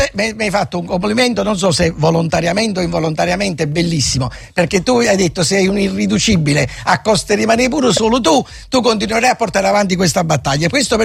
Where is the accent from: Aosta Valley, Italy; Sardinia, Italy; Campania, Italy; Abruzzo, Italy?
Campania, Italy; Naples; born there; Però per grazia del Signore e per Pusfizia, mamma e papà, sono nato a Napoli e su questa la fortuna mi ha aiutato.